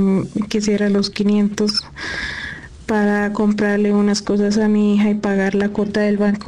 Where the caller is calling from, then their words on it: Mutiscua, Norte de Santander, Colombia; Fiel oyente acá del municipio de Mutiscua, norte de Santander